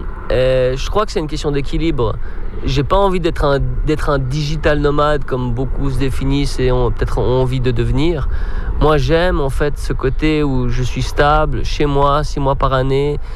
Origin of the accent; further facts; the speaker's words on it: Switzerland; now in Lausanne, Switzerland; je suis suisse